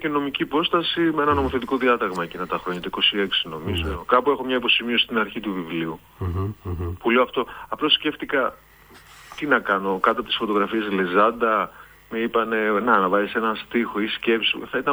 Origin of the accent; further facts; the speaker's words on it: Platania, Eastern Macedonia and Thrace, Greece; Στο χωριό που μεγάλωσα, στην Πλατανιά Δράμας